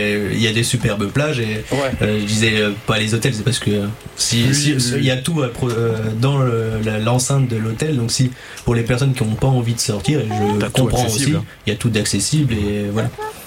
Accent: Bar-le-Duc, Grand Est, France; born there; Je suis né à Bar-le-Duc, je fais X milliers de kilomètres avec mes potes et on se retrouve à Bar-le-Duc au même chemin.

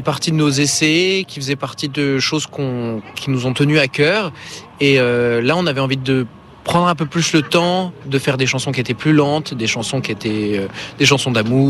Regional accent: Strasbourg, Grand Est, France; on vient de Strasbourg.

